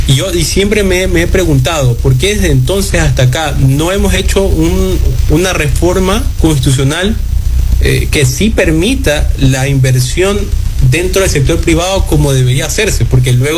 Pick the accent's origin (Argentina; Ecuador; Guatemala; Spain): Ecuador